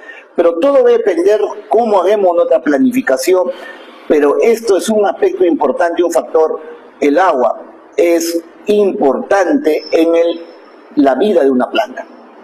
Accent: Peru; Somos peruanos

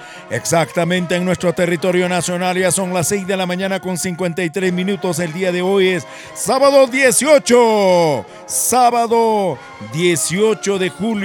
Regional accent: Peru; now in Huaraz, Peru; en mi tierra natal de Collahuasi.

